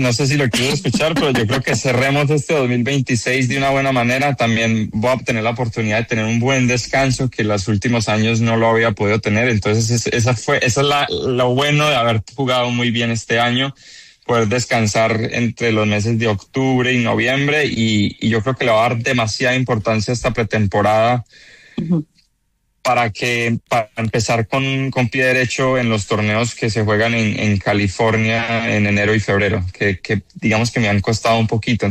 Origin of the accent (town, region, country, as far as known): Colombia